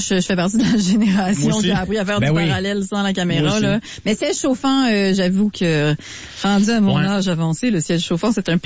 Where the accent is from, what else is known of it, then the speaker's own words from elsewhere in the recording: Montreal, Quebec, Canada; moi, je suis une Montréalaise